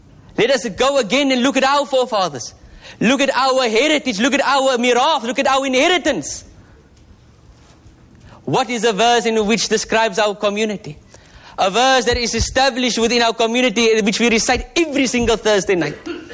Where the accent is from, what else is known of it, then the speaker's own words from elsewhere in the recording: South Africa; we are here as South African Muslims